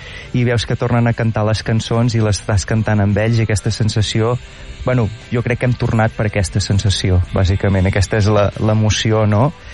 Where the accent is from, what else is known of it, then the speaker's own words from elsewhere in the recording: Catalonia, Spain; com que som de la Garrotxa i la Fundació Bosch està vinculada a Noel